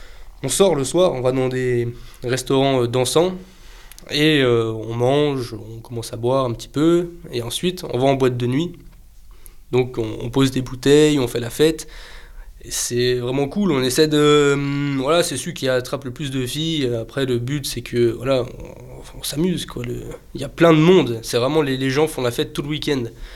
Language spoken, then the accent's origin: French; France; now in Gibraltar; Ça me dérange pas encore pour le moment de payer des impôts en France, parce que je suis français, c'est normal.